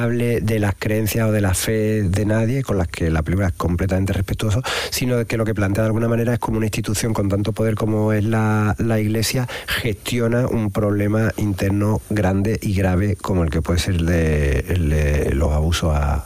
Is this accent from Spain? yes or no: yes; Seville, Andalusia, Spain; now in Madrid, Spain; Yo soy de Sevilla, nacido en Triana, vivo gran parte del año en Madrid por cuestiones de trabajo, porque también doy clases allí